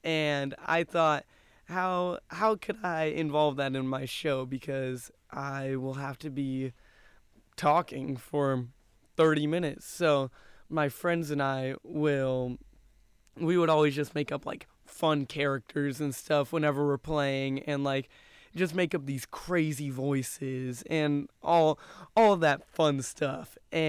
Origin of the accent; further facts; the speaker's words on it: Carlsbad, California, United States; moved away as an adult; now in Irvine, United States; 18 years old, and I am a part of the class of 2030. I'm from Carlsbad, California, which is just a little bit down the coast from us here in Irvine.